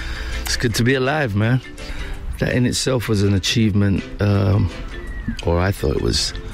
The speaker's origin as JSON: {"language": "English", "region": "London", "country": "United Kingdom", "tie": "born or raised there", "said": "growing up in London."}